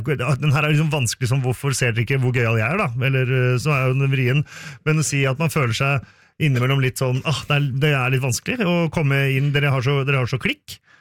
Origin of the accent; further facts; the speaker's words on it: Finland; Norwegian is a second language; now in Norway; Jeg er finsk, vet du.